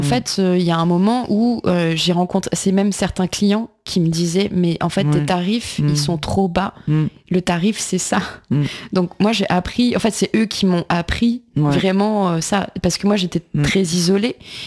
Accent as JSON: {"language": "French", "town": "Marseille", "region": "Provence-Alpes-Côte d'Azur", "country": "France", "moved": "yes", "said": "enfin je venais de Marseille moi, donc je débarquais à Paris"}